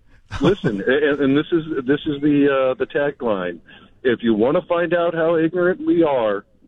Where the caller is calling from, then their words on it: Chicago, Illinois, United States; It's not easy being a conservative coming out of Illinois